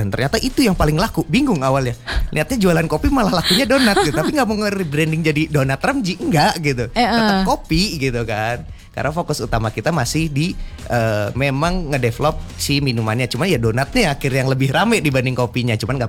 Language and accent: Indonesian; Bogor, West Java, Indonesia; Sebenarnya aku dari gede di Bogor.